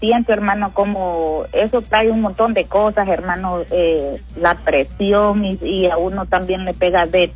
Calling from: Olanchito, Yoro, Honduras; de aquí de Olanchito, hermano.

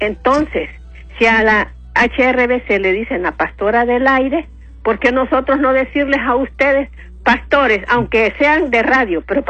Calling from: Tegucigalpa, Francisco Morazán, Honduras; De la colonia Kennedy.

